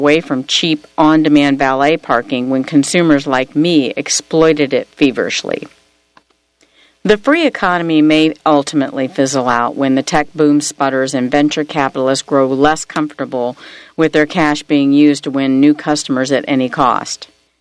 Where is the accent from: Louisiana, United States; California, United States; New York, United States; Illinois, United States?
California, United States; San Francisco; Since I moved back to San Francisco, my hometown, 4 years ago, I have learned the local tradecraft.